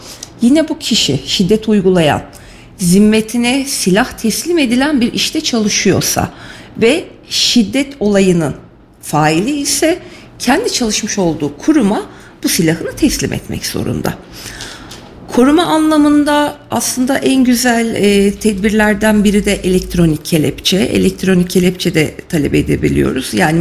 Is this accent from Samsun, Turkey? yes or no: no; Ankara, Turkey; Memleketim Ankara.